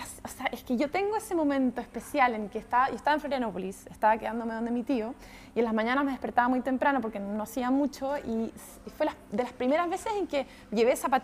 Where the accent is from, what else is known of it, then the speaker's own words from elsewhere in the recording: Santiago, Santiago Metropolitan Region, Chile; con Santiago de Chile, que es donde más voy, de donde vengo, cuando voy a ver a mi familia.